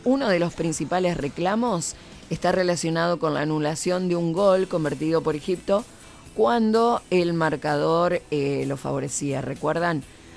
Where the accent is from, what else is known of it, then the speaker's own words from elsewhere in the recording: Argentina; los únicos sudamericanos que quedamos en el Mundial somos los argentinos.